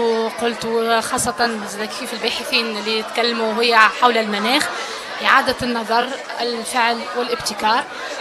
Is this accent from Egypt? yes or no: no; Tunisia; واللي عندنا في تونس الحقيقة في كل ما هو مناخ وبيئة عندنا مجتمع مدني فاعل